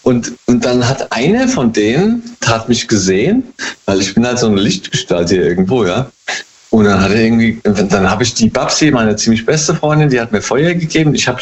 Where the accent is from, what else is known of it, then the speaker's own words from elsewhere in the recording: Hesse, Germany; Hey, aus dem Rheingau immer noch.